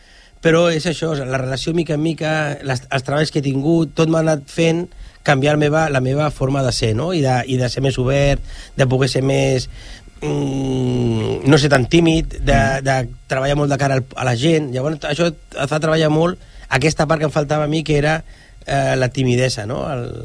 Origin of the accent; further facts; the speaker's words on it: Sant Boi de Llobregat, Catalonia, Spain; also born or lived in Berga / La Pobla de Lillet / Sant Bartomeu de la Quadra; Fins que vam acabar aquí a Sant Boi i vaig començar a fer vida a Sant Boi. Quan jo vaig arribar a Sant Boi tindria uns 4 anys i fins ara.